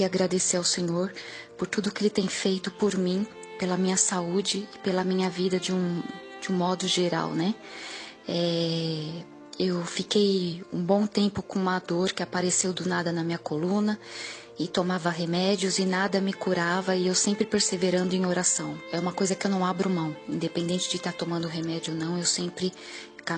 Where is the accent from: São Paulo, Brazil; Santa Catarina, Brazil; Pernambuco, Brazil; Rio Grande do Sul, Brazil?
São Paulo, Brazil; Santo André; eu sou de Santo André.